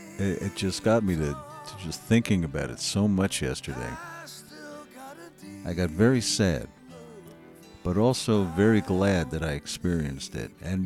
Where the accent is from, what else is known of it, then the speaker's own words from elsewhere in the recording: Plainfield, New Jersey, United States; born there; also born or lived in Piscataway; I grew up in Plainfield before moving to Piscataway in junior high school. And what a cool neighborhood it was. Lived on Monroe Avenue, right by West 7th Street.